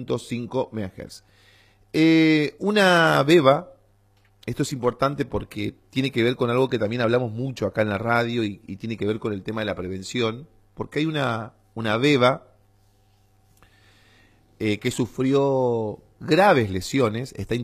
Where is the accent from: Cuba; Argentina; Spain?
Argentina; como buen argentino, o como argentinos que somos